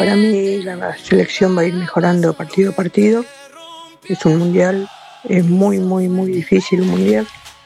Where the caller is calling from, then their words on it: Lomas del Mirador, Buenos Aires Province, Argentina; de Lomas del Mirador